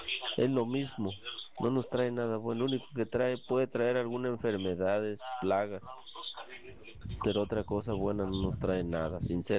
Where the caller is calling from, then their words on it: Puebla, Mexico; La escucho en el estado de Puebla.